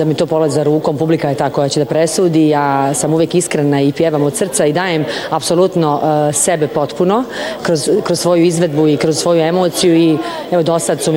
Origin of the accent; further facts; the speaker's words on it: Ilidža, Federation of Bosnia and Herzegovina, Bosnia & Herzegovina; ja sam rođena Sarajka Iliđanka, tako da je to neraskidiva ljubav za cijeli život.